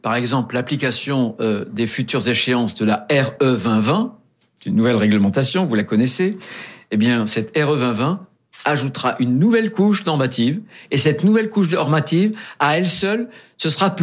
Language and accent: French; France; chez nous, en France